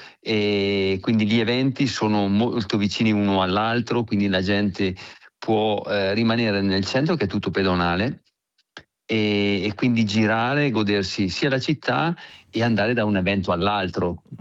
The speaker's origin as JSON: {"language": "Italian", "region": "Trentino-Alto Adige", "country": "Italy", "said": "il Trentino è la mia terra"}